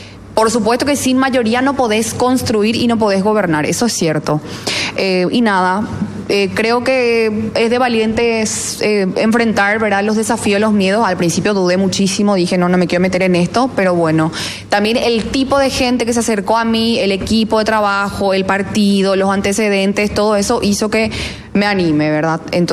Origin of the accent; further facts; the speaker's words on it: Asunción, Paraguay; Yo soy asunciana, nací y crecí en Asunción. Vivo en Asunción toda mi vida, así que me siento identificada.